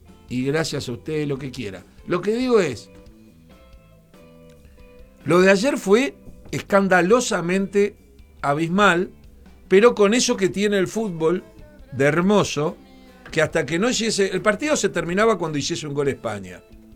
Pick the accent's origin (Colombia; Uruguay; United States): Uruguay; Porque lo he vivido como uruguayo.